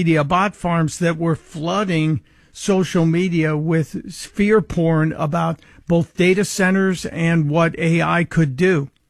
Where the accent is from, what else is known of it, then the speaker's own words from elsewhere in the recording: Illinois, United States; Fritz in the capital of my home state of Illinois.